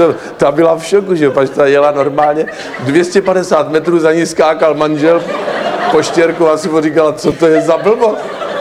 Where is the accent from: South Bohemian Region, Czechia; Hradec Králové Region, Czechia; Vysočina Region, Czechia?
Vysočina Region, Czechia; Třebíč; born there; Například v mém rodném městě, v Třebíči, tam se stal trapas, o kterém se tam dodneška vypráví